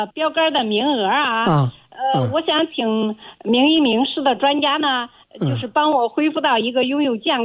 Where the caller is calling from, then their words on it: Zhengzhou, Henan, China; 盛老师，我是郑州的朋友